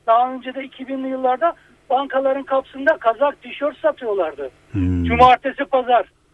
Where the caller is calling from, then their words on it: Istanbul, Turkey; İstanbul'dan arıyorum.